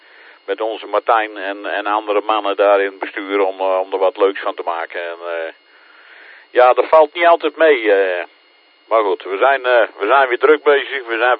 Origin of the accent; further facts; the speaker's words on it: Ede, Gelderland, Netherlands; moved away; ik kom oorspronkelijk uit Ede